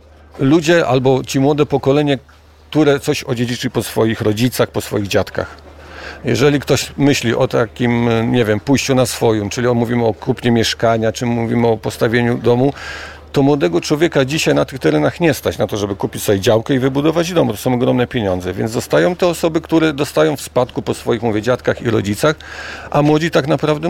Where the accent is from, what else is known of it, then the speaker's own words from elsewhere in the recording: Władysławowo, Pomeranian Voivodeship, Poland; born there; Urodzony z dziada pradziada i muszę powiedzieć, że mam korzenie helskie, bo moim pradziadkiem, sołtysem był